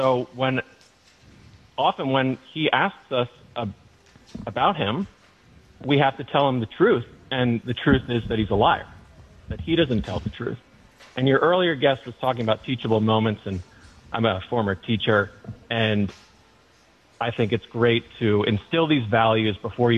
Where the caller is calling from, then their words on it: Medfield, Massachusetts, United States; I'm in Medfield and a long-time listener, first-time caller.